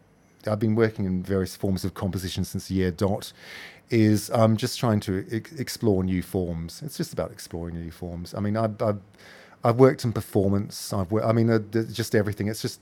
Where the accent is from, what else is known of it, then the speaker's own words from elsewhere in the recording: New Zealand; now in Sydney, Australia; I'm the rep in Australia, but I'm actually a New Zealander